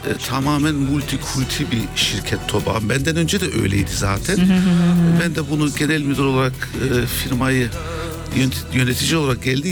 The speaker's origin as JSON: {"language": "Turkish", "region": "Hamburg", "country": "Germany", "tie": "born there", "also_born_or_lived": "Celle", "first_language": "German", "second_language": "Turkish", "said": "ben Hamburg'a geldiğimde 5 yaşındaydım."}